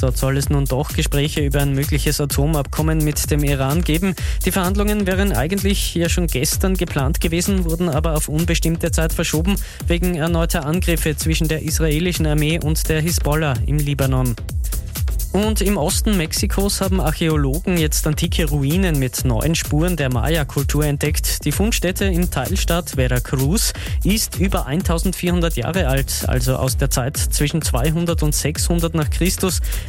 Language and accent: German; Austria; denn Speiseeisprodukte sind bei uns in Österreich deutlich teurer als etwa in Deutschland.